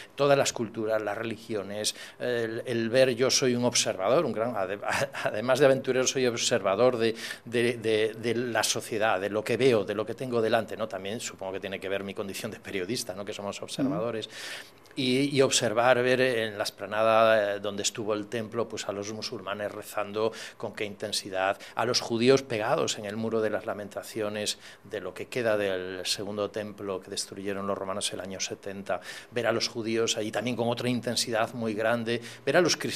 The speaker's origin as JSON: {"language": "Spanish", "region": "Galicia", "country": "Spain", "lives_now": "Mallorca, Spain", "said": "yo soy del norte de Galicia, de tierra de marinos y por tanto pues aquí en Mallorca estoy encantado, que estoy como en mi tierra, ¿no?"}